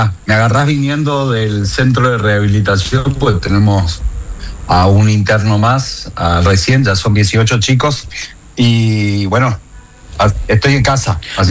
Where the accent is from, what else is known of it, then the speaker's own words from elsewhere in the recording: Puerto Vilelas, Chaco, Argentina; Puerto Vilelas, yo soy de Puerto Vilelas.